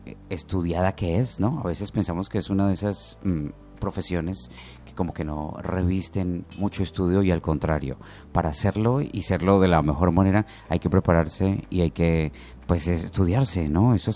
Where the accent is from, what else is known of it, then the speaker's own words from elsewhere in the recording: Cali, Valle del Cauca, Colombia; nos caracteriza como caleños